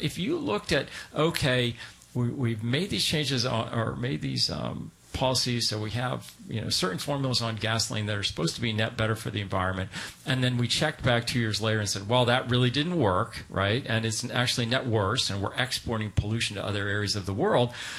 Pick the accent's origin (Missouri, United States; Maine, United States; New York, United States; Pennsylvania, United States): Maine, United States; now in California, United States; I grew up in Maine, okay? In Maine, we had this thing called snow